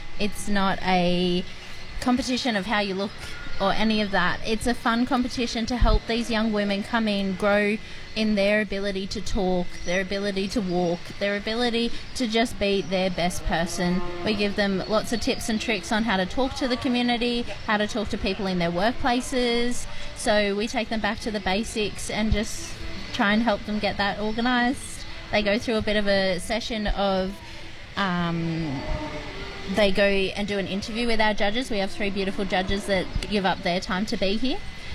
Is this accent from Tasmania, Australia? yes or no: no; Manilla, New South Wales, Australia; also born or lived in Currabubula; now in Gunnedah, Australia; I grew up in Manila. I live in Gunnedah.